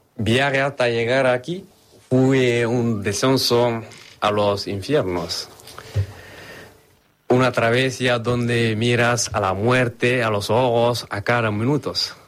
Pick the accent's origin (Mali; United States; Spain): Mali; moved away as an adult; Cuando me fui de Mali, hace 3 años